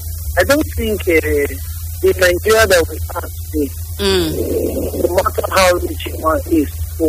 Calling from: Austria; I'm calling you from Austria.

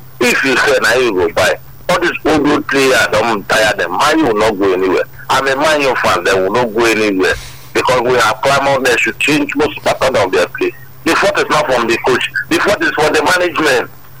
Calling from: Nigeria; I'm calling from Yanakwaja.

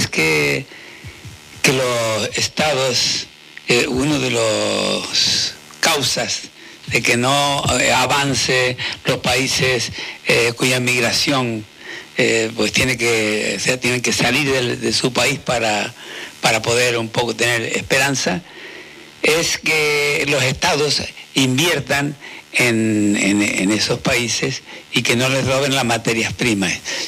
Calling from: Canary Islands, Spain; Somos lo peor de todo el Estado español, en Canarias.

